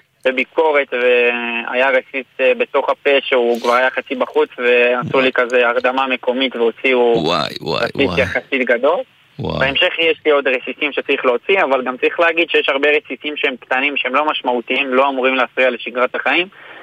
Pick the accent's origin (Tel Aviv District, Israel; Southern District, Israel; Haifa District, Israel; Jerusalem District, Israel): Jerusalem District, Israel; Jerusalem; אני מירושלים. כל החיים גרתי בירושלים, למדתי בירושלים.